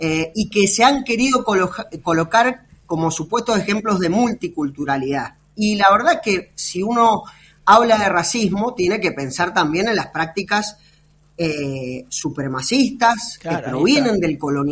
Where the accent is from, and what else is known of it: Argentina